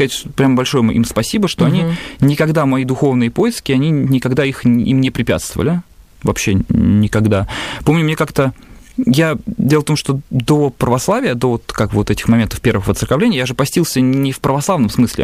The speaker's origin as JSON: {"language": "Russian", "country": "Russia", "tie": "born there", "said": "я же родился в России, я же родился тут"}